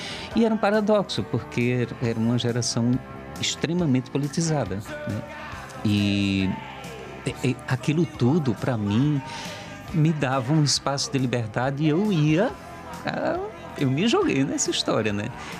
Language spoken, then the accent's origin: Portuguese; Petrolândia, Pernambuco, Brazil; E ela é carioca e eu sou lá de Petrolândia.